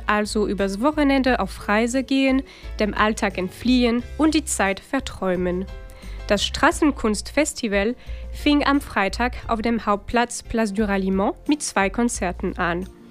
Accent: Brittany, France; born or raised there

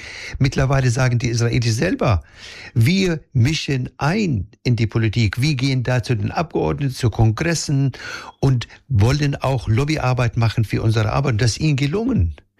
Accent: Palestine; wir haben als Palästinenser keine Verbündeten mehr

